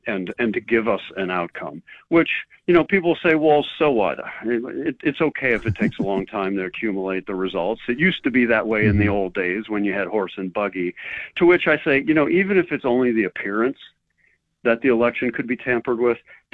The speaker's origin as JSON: {"language": "English", "region": "Louisiana", "country": "United States", "said": "I was sad when my home state of Louisiana half got rid of it."}